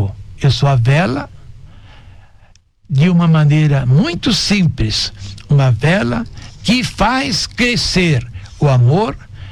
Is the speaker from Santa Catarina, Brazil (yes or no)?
yes; Rio Fortuna, Santa Catarina, Brazil; moved away; Em Rio Fortuna, que eu estive ontem, na minha terra natal, não tem desempregado.